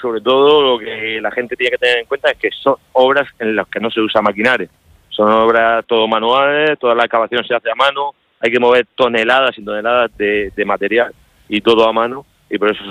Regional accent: Monteagudo, Region of Murcia, Spain; Los que somos de allí de Monteagudo

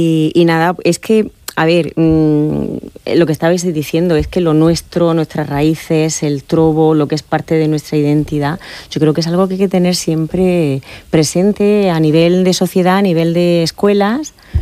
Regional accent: Region of Murcia, Spain; nosotros como murcianos, como españoles

